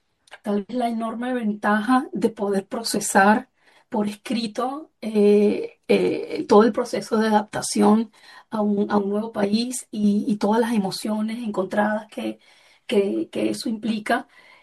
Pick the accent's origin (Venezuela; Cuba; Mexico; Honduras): Venezuela; moved away; somos venezolanas todas en el exilio